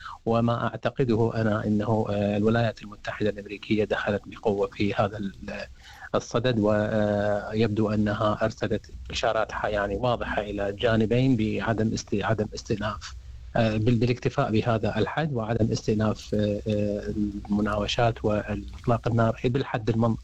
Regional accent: Iraq; now in Australia; أنا ألاحظ هذا الموضوع على المستوى الاجتماعي كجاليات يعني كعراقيين

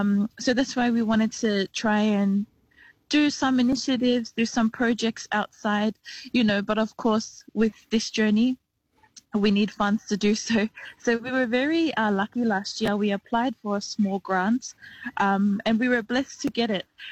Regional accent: Blacktown, New South Wales, Australia; also born or lived in Auckland, New Zealand; I was born in Auckland in Aotearoa, New Zealand, raised in Western Sydney, predominantly in the Blacktown area. I'm of Samoan heritage, representing the villages of Taufusi and Tapatapa'o in Samoa.

